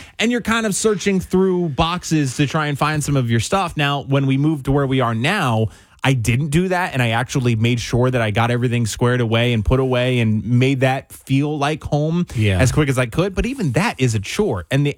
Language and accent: English; Chesterfield, New Jersey, United States; born there; moved away as an adult; we moved from Chesterfield to where they live now.